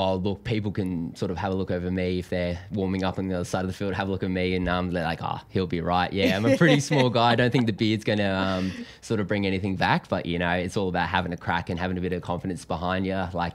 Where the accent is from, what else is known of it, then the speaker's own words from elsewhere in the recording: Fremantle, Western Australia, Australia; born there; moved away; born in Fremantle